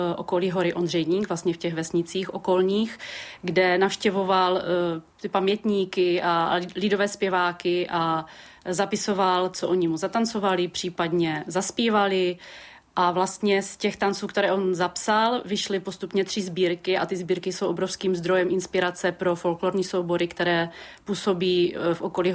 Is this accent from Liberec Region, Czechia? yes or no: no; Lhotka, Moravian-Silesian Region, Czechia; Oba dva jsme se narodili ve Lhotce, trávili jsme tam spoustu let. Oba dva teď už bydlíme tady v sousední vesnici